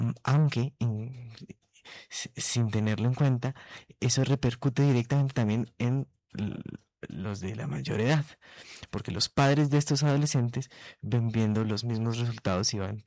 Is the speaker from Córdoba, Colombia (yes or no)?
no; Chía, Cundinamarca, Colombia; Yo soy de Chía particularmente